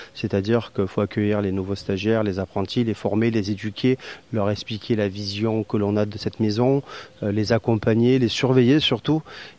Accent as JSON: {"language": "French", "town": "Brignoles", "region": "Provence-Alpes-Côte d'Azur", "country": "France", "tie": "born or raised there", "also_born_or_lived": "La Celle", "said": "je suis né à Brignoles, je suis à côté. J'ai habité pendant 25 ans à la Selle, à 500 mètres d'ici."}